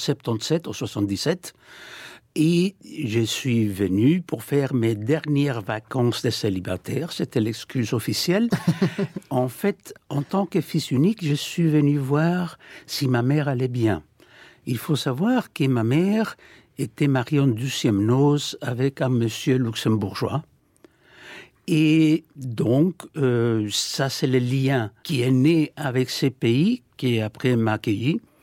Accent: Peru; French is a second language; moved away as an adult; Pour moi, venant du Pérou, je n'ai parlé que l'espagnol et l'anglais.

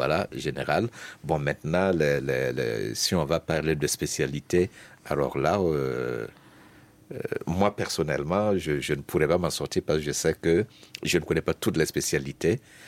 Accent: Zorgho, Plateau-Central, Burkina Faso; Chez moi, à Zorgho, on ne mange pas ceci. Je donne un exemple simple. Moi, je suis de Zorgho

